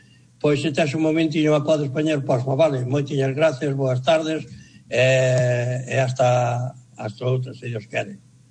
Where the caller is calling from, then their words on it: Ribeira, Galicia, Spain; de Santa Uxía de Ribeira.